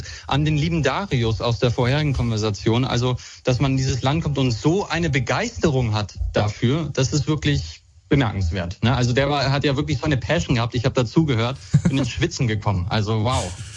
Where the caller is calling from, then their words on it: Berlin, Germany; ich komme aus Berlin